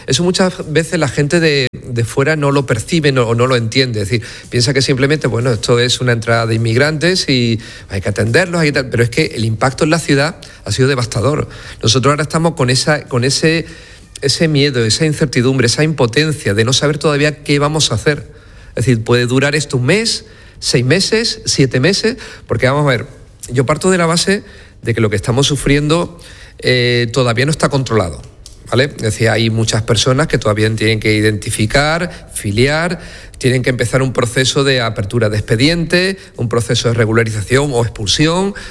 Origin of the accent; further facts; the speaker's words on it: Ceuta, Spain; los que somos de Ceuta sabemos que esto nunca será de Marruecos.